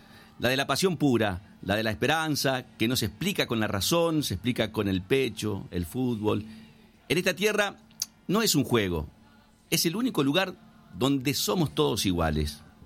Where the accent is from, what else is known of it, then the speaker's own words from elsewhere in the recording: Argentina; Así somos los argentinos.